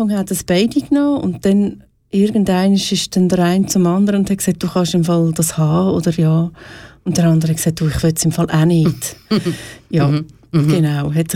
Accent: Switzerland; Auch bei uns in der Schweiz nicht.

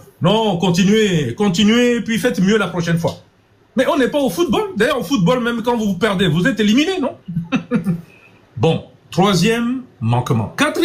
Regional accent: Togo; je suis noir, togolais et je viens du Togo.

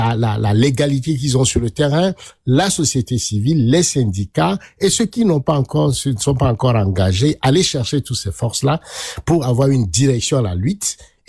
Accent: Togo; comment, en tant que Togolais, on va réfléchir sur nous-mêmes

